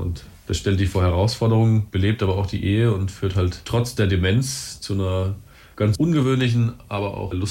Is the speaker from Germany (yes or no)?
yes; Bavaria, Germany; Meine Mutter, Magdeinfeld, und auch Unterfranken ist meine Heimat.